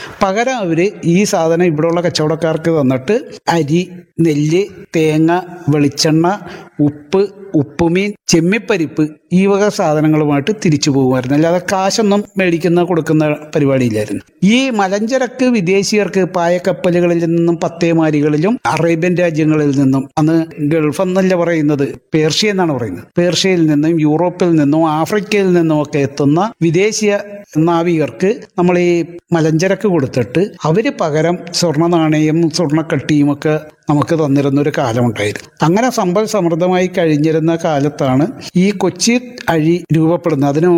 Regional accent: Chellanam, Kerala, India; ഞാൻ ചെല്ലാനത്തുകാരനാണ്, ജനിച്ചു വളർന്നതും ഇവിടെ തന്നെയാണ്, താമസിക്കുന്നതും എല്ലാം ചെല്ലാനത്ത്.

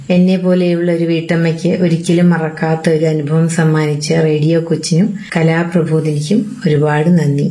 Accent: Mannarkkad, Kerala, India; പാലക്കാട് മണ്ണാർക്കാടാണ് എന്റെ സ്വദേശം.

